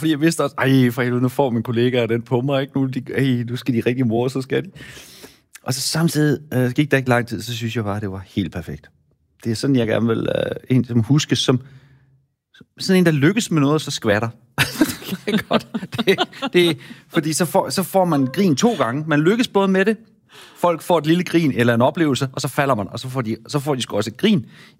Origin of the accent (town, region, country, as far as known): Central Denmark Region, Denmark; born or raised there